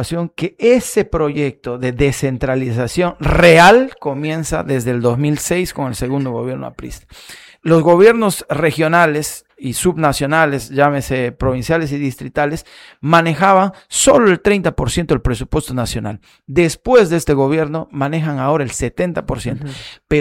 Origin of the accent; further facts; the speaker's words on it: Picota, San Martín, Peru; Yo soy natural de Picota.